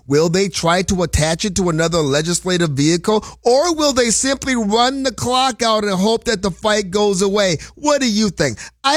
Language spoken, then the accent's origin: English; Chicago, Illinois, United States; Where you from? I'm from Chicago. Bang, bang.